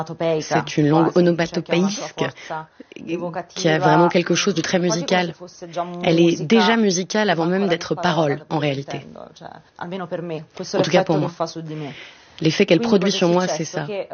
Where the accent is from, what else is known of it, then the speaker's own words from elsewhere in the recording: Naples, Campania, Italy; first language Neapolitan; French is a second language; moved away; also born or lived in London; en anglais j'ai le contrôle, le napolitain me contrôle moi. C'est parce que c'est ma langue maternelle, évidemment, parce que quand on grandit, on est à Naples, on apprend le dialecte.